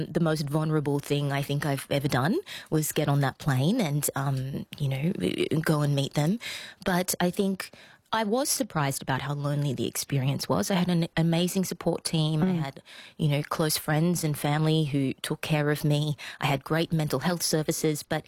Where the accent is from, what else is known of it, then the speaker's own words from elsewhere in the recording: Newcastle, New South Wales, Australia; also born or lived in South Korea; I was born in South Korea and I was adopted and came to Australia when I was 4.5 months old. Mm-hmm. So I grew up in Newcastle